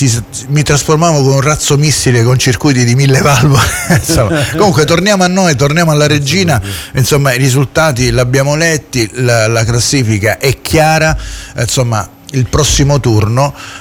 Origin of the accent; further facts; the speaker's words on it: Calabria, Italy; poi credo che da Calabrese dovremmo essere contenti quando una squadra calabrese va bene